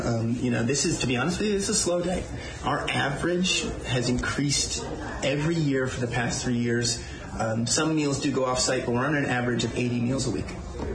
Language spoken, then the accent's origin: English; Sebastian, Florida, United States; born there; moved away; also born or lived in Vero Beach, Florida; I was born in Vero Beach, but I lived in Sebastian.